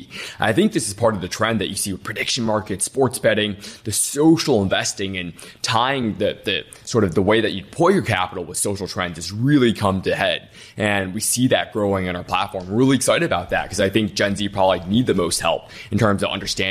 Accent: Detroit, Michigan, United States; born or raised there

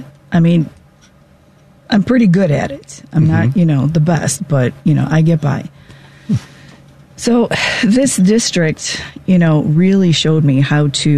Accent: Chicago, Illinois, United States; also born or lived in Poland; I grew up in Bridgeport, in back of the yards.

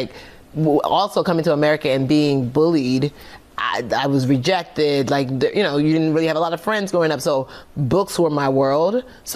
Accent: Nigeria; how do I do that? I'm Nigerian.

